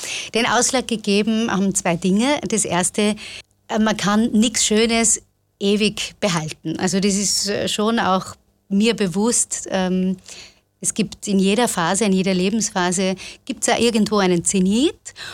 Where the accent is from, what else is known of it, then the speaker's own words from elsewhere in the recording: Linz, Upper Austria, Austria; Linz ist meine Heimat, beziehungsweise Oberösterreich.